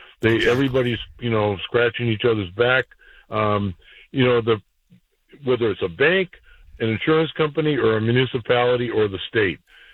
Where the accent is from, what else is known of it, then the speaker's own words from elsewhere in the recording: Massachusetts, United States; moved away; I'm not from Mass, but I grew up there